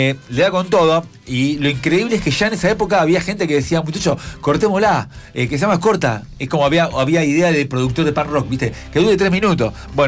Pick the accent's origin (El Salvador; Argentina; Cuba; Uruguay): Argentina; somos los argentinos.